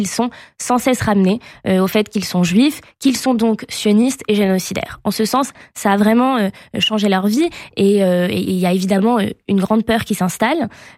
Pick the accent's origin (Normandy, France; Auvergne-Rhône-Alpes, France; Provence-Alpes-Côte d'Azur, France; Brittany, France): Provence-Alpes-Côte d'Azur, France; Nice; moved away as an adult; now in Paris, France; je suis née, j'ai grandi à Nice et ensuite, après mon bac, j'ai fait Sciences Po à Paris